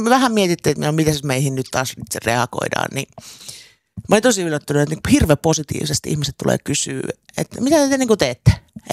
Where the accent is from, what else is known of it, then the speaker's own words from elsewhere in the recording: Helsinki, Uusimaa, Finland; now in Oulu, Finland; tämä on tausta siitä, että mä oon helsinkiläinen.